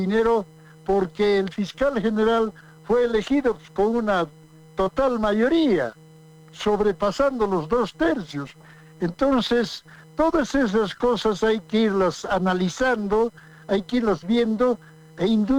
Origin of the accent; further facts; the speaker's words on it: Oruro, Bolivia; yo orureño, he hecho mi vida política en Oruro, soy estudiante de la Facultad de Ingeniería de Oruro, soy ingeniero civil